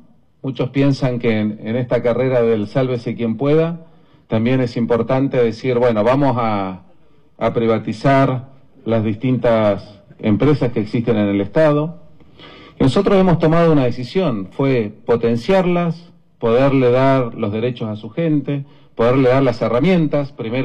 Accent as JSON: {"language": "Spanish", "region": "Patagonia", "country": "Argentina", "said": "porque somos patagónicos"}